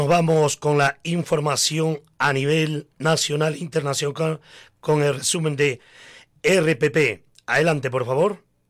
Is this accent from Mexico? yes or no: no; Pinagua, Ayacucho, Peru; a mi pueblo de Pinagua